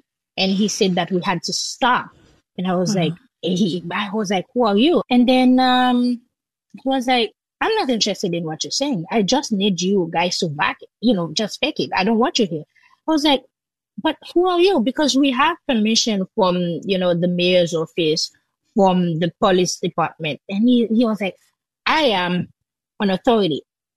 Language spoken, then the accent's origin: English; Jacmel, Sud-Est, Haiti; And the road leading to Jacmel, my hometown, was closed to Martissant, which is like, you know, a very big region in Port-au-Prince.